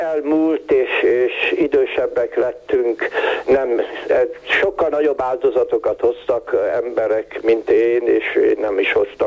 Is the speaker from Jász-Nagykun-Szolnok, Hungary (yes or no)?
yes; Tiszafüred, Jász-Nagykun-Szolnok, Hungary; born there; most is megyünk Tiszafüredre, mert én ott születtem, és minden évben vagyunk Tiszafüreden